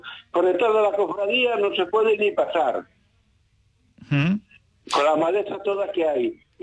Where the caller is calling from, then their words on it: Pontevedra, Galicia, Spain; Pontevedra capital, sí, por donde está el Hotel La Barca.